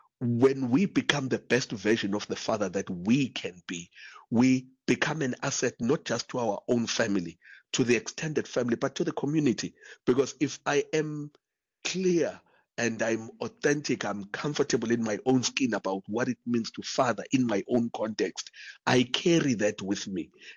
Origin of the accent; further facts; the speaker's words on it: Durban, KwaZulu-Natal, South Africa; We grew up where I'm born and raised in Durban.